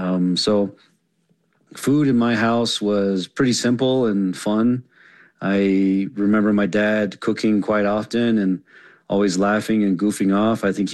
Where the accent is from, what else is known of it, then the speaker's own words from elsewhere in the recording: Whiteriver, Arizona, United States; I was born in White River, Arizona. It's a little town of maybe 12,000 people. It's the main center of the White Mountain Apache tribe. I was born at the Indian Health Service